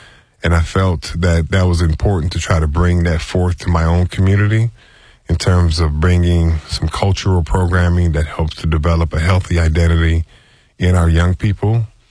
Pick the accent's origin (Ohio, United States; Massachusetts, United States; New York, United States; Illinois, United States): Illinois, United States; Evanston; So I grew up in broader Evanston, but I had a very kind of, African-American experience.